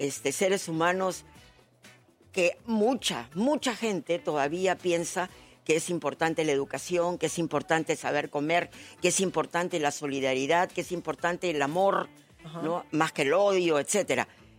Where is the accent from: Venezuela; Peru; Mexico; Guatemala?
Peru; sí, soy peruana